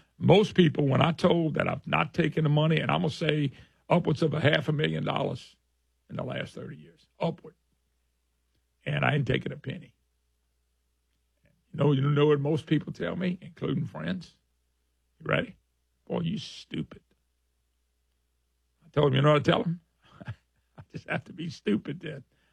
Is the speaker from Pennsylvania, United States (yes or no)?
no; Ventura, California, United States; I grew up in Ventura, California. Multiple times we suddenly had to move because of extreme financial ups and downs.